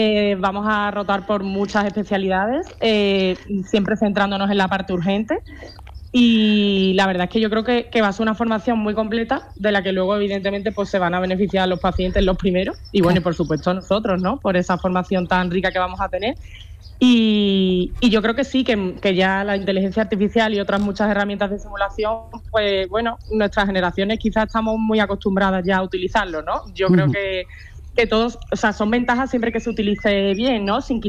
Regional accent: Seville, Andalusia, Spain

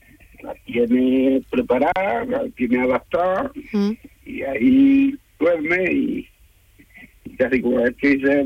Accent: Almuñécar, Andalusia, Spain; Yo soy de la costa tropical, yo soy de Almuñeca.

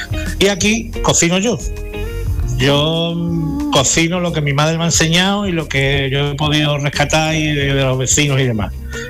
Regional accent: San Fernando, Andalusia, Spain

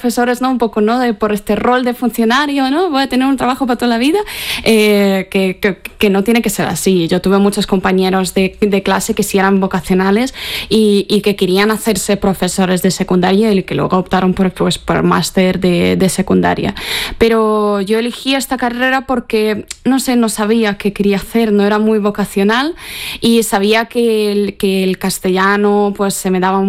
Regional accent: Russia; Spanish is a second language; moved away; siendo una rusa

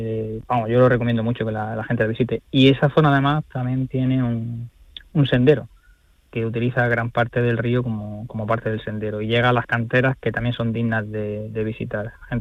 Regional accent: Andalusia, Spain; Pues mi pueblo es un pueblo muy chiquitito, es un pueblo de sierra.

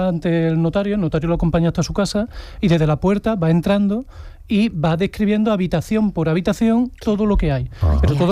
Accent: Córdoba, Andalusia, Spain; soy cordobesa

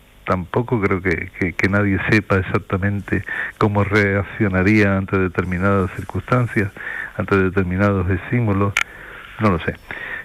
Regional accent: Rota, Andalusia, Spain; preferí usar el nombre real de donde transcurre la acción, que es aquí en Rota, de mi pueblo.

